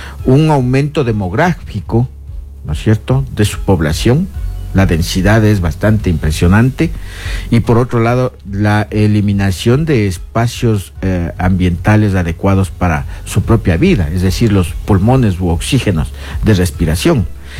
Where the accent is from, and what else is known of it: Ecuador